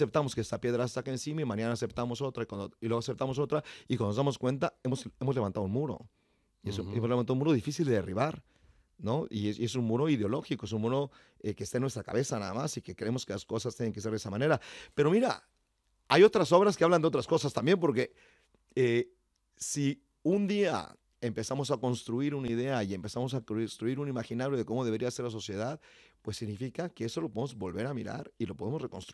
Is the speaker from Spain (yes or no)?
no; Mexico; yo soy mexicano